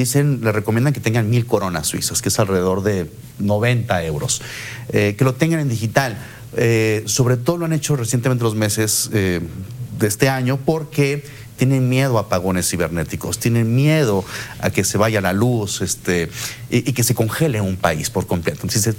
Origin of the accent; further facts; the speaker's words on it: Mexico; De los países más altos que tenemos smartphones somos los mexicanos.